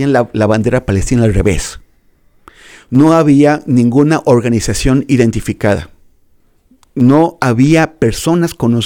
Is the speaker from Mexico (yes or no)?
yes; Mexico; O sea, nosotros como mexicanos, sí.